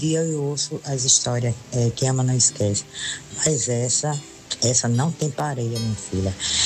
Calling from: Mamanguape, Paraíba, Brazil; sou da cidade de Mamanguape, na Paraíba.

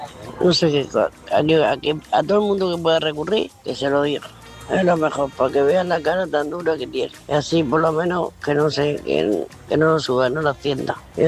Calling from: Murcia, Region of Murcia, Spain; de Murcia.

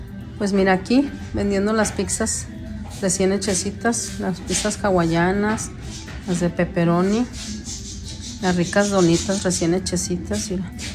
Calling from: Bañón, Zacatecas, Mexico; aquí de Bañón.

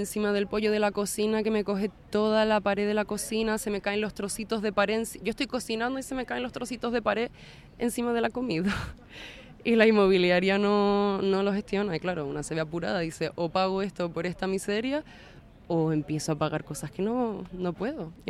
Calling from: La Palma, Canary Islands, Spain; yo soy de La Palma.

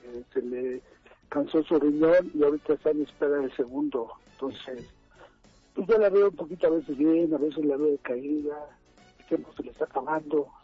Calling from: Zumpango, State of Mexico, Mexico; En Zumpango, Estado de México.

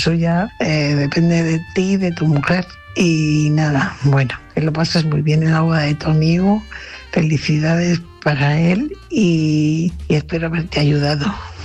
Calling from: Fuenlabrada, Community of Madrid, Spain; corresponsal de Fuenlabrada.

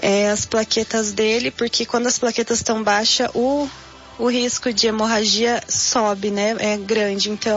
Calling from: Paraná, Brazil; eu sou aqui do Alto Boqueirão.

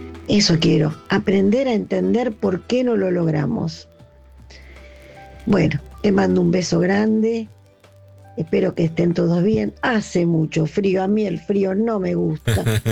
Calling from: Buenos Aires, Argentina; de Colegiales.

